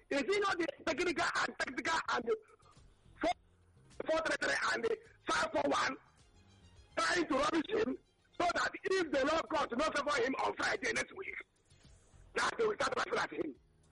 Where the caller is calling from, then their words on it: Ota, Ogun, Nigeria; I'm coming to here. I'm coming from Ota.